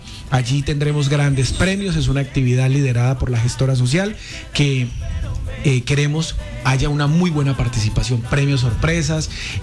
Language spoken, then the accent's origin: Spanish; Llanos Orientales, Colombia; recordarle a nuestros niños que somos un pueblo llanero.